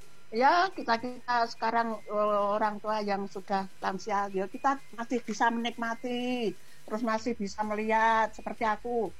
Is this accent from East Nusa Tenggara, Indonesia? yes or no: no; Plaosan, East Java, Indonesia; Di daerah saya di pelausan itu nggak ada telegram, lari ke Magetan.